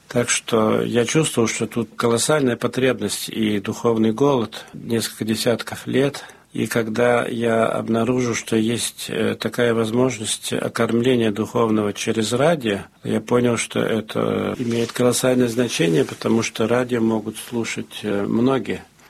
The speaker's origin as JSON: {"language": "Russian", "country": "France", "tie": "born or raised there", "also_born_or_lived": "Moscow / Athens", "said": "Я родился во Франции и всегда там жил, за исключением 3 лет, которые я проживал в Москве как представитель французского банка от 1973 до 1976 года"}